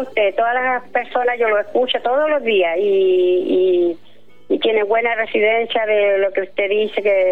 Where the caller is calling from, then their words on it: Cañete, Biobío, Chile; De Cañete.